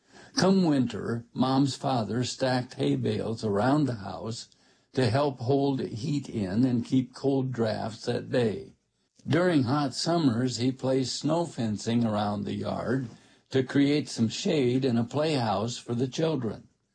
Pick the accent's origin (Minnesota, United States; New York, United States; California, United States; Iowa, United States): Iowa, United States; Born and raised in Iowa, I have many grand memories of this beautiful state.